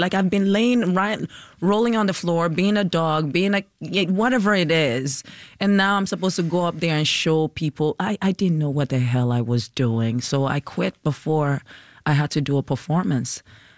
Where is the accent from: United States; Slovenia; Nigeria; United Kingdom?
Nigeria; has always been trying to suppress my Nigerian-ness, my act, because they were complaining about my accent.